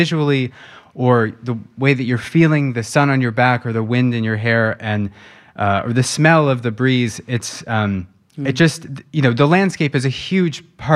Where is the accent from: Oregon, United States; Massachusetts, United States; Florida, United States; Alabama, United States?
Oregon, United States; Sunriver; I grew up in Sun River, Oregon, and both of my parents are very outdoorsy, you know, hunting, fishing, kayaking, golfing.